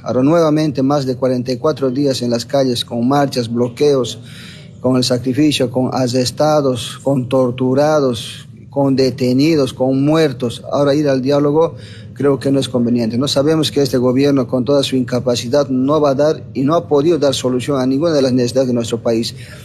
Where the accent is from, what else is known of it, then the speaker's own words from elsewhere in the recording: Bolivia; nosotros como pueblo boliviano estamos firmes en esta lucha